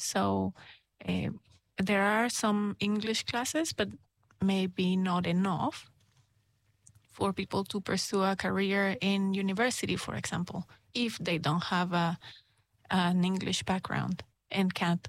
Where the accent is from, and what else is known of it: Guatemala; English is a second language; moved away as an adult